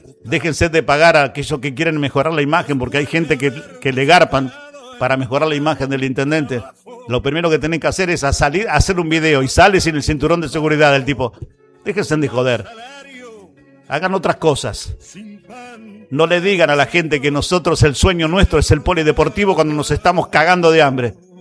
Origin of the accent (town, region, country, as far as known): Argentina